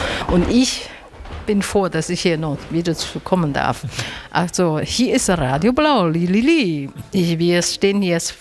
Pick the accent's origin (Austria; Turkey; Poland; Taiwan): Taiwan; Taipei; German is a second language; now in Germany; Ich komme persönlich aus Taiwan, Taipei. Aber ich bin seit langer in Deutschland.